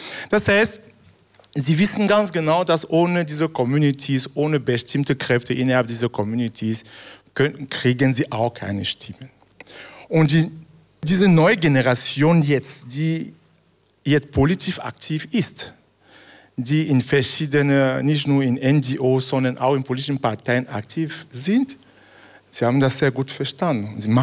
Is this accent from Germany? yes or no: no; Cameroon; moved away; ich bin in Kamerun aufgewachsen